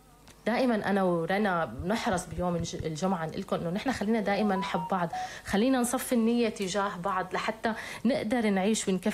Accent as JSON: {"language": "Arabic", "country": "Syria", "said": "ونحن كسوريين كتير بكبر قلبنا هذا الشيء"}